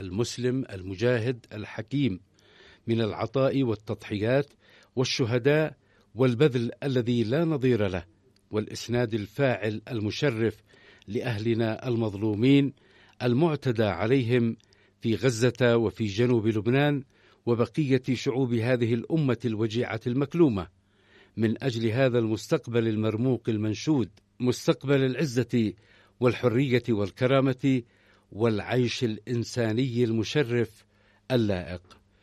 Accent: Yemen; ونحن كشعب يمني مسلم عشنا وما زلنا في معرض هذا الحقد العدواني،

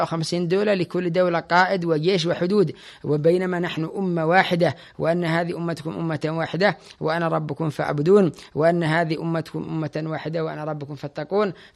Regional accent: Tihama, Yemen; كان عندنا في تهامة

